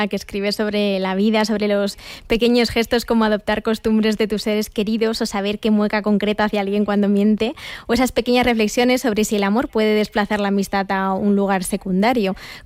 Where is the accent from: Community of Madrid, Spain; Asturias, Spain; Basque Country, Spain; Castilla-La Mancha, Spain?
Community of Madrid, Spain; Madrid; born there; also born or lived in Barcelona; yo nací en Barcelona, pero vivo en Madrid desde muy pequeñita, aún así toda mi familia sigue viviendo allí y me siento pues tremendamente conectada con la ciudad.